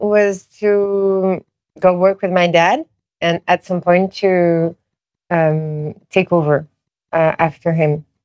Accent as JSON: {"language": "English", "town": "Paris", "region": "Île-de-France", "country": "France", "tie": "born or raised there", "said": "Because for me, and I was born and raised in Paris, so I think for a lot of other Parisians too, you don't go to Opéra unless, fine, it's more for tourists."}